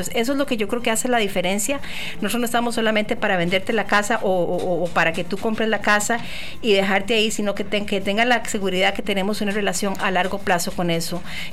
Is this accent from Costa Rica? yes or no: yes; Costa Rica; now in West Michigan, United States